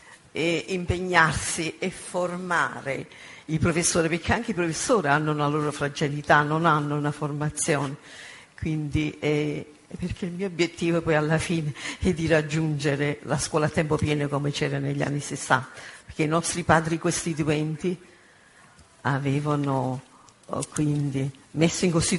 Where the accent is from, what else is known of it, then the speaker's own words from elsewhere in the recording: Basilicata, Italy; born there; moved away as an adult; now in Naples, Italy; poiché sono di Napoli, sto a Napoli, anche se sono nata in Lucania, però sono andata all'università a Napoli e sono rimasta a Napoli